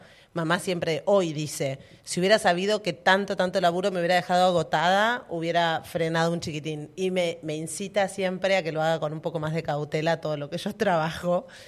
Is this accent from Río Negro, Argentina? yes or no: yes; Cipolletti, Río Negro, Argentina; Yo fui criada en esa esquina